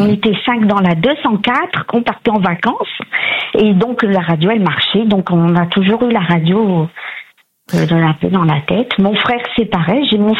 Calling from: Abbeville, Hauts-de-France, France; je vous appelle de la Somme, d'Abbeville.

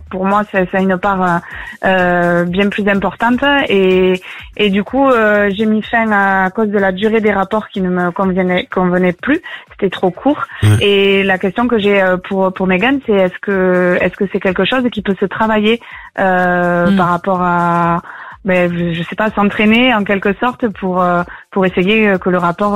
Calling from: Toulouse, Occitanie, France; Je suis à Toulouse

